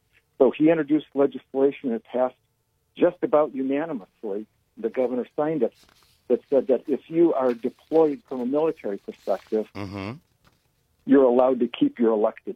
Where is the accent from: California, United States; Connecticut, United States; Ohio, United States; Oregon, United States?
Ohio, United States; Parma; Well, that's needed because of I grew up in Parma.